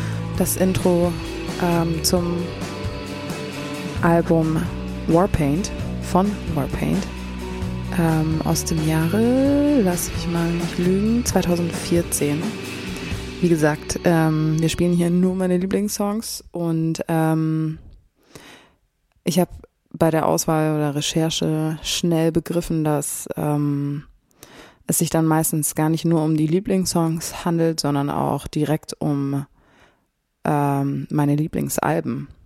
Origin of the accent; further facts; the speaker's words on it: Munich, Bavaria, Germany; Ich bin eigentlich aus München.